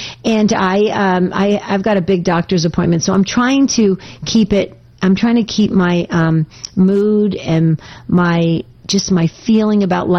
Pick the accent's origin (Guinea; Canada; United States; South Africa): United States; New Jersey; born or raised there; now in Arizona, United States